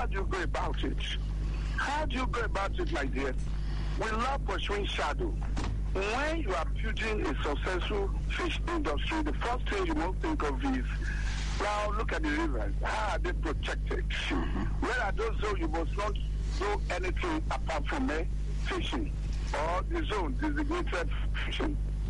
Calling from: Benin City, Edo, Nigeria; calling from Benin City.

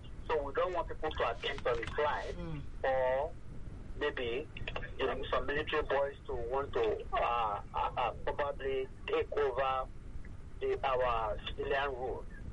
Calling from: Nigeria; I'm calling from Abanoja in Ikoto.

